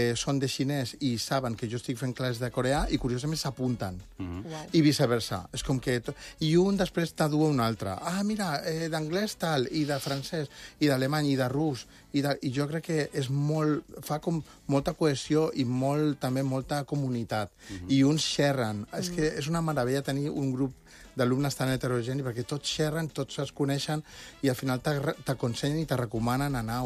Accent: Barcelona, Catalonia, Spain; I, per exemple, jo, evidentment, se'm nota que som de Barcelona

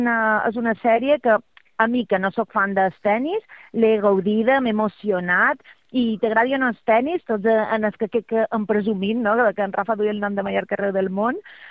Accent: Manacor, Balearic Islands, Spain

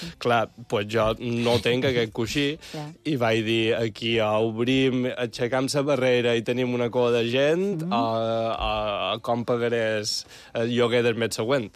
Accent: Balearic Islands, Spain; És a dir, jo som mallorquí, tota la meva família és mallorquina

